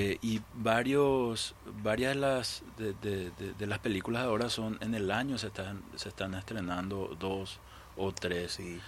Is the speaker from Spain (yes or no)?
no; Paraguay; qué es lo que somos como paraguayos